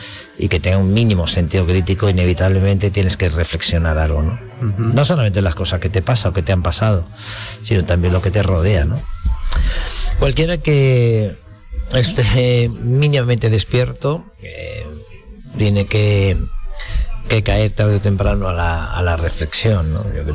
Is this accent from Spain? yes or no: yes; La Palma del Condado, Andalusia, Spain; moved away; also born or lived in Zaragoza; Yo me retiré aquí, evidentemente, porque soy andaluz, soy de La Palma del Condado, y porque aquí está parte de mi memoria, ¿no? De mi infancia